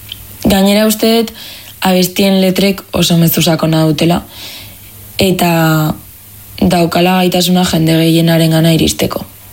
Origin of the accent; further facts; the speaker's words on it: San Sebastián, Basque Country, Spain; ni Donostikoa naiz